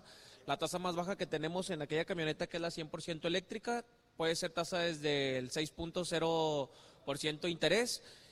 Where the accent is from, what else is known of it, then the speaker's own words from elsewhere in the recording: Monterrey, Nuevo León, Mexico; De aquí de Monterrey.